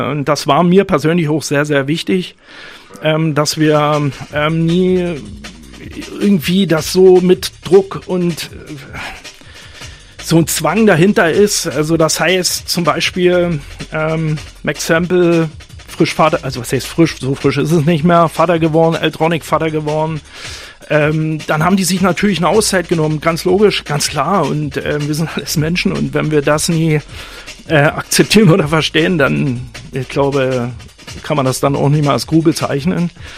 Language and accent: German; Görlitz, Saxony, Germany; born there; tatsächlich geboren in Görlitz